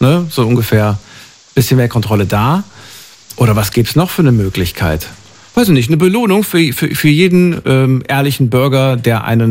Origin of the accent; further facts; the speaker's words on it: Thuringia, Germany; born there; Ich bin in Thüringen geboren, das war früher so.